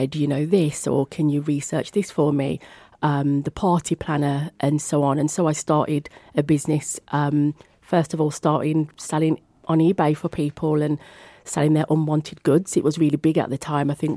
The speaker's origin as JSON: {"language": "English", "town": "Birmingham", "region": "West Midlands", "country": "United Kingdom", "said": "And then when I moved over to the Black Country, because I'm a Brummie."}